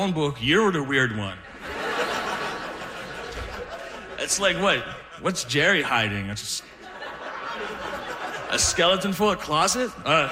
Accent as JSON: {"language": "English", "region": "Mexico City", "country": "Mexico", "said": "So, as I said, I'm from Mexico City. And a few years ago, we had a wildfire evacuation."}